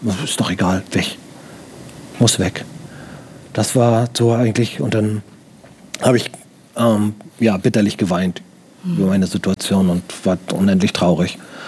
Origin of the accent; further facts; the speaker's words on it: Baltic coast, Germany; Ich komme aus der Nähe von der Ostsee.